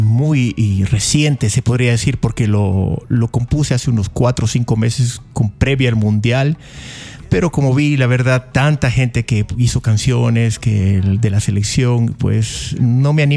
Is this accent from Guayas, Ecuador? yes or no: no; Salinas, Santa Elena, Ecuador; moved away as an adult; now in Cuenca, Ecuador; yo, como soy un nómada del Ecuador, yo crecí en la playa, en Salinas, y pues ahí vienen fuertes recuerdos de mi niñez y juventud y aquí en Cuenca los últimos 25 años